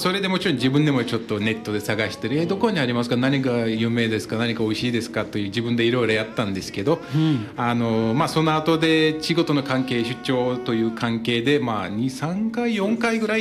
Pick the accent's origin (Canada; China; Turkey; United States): Turkey; Japanese is a second language; moved away as an adult; also born or lived in Tokyo / Saitama; now in Hachinohe, Japan; 私出身はトルコなんで、はい、でも日本に来たのは2018年になりまして、今年大体8年間ぐらいになってて、まあそれのそうですね、まあ、7年間ぐらいずっと東京と埼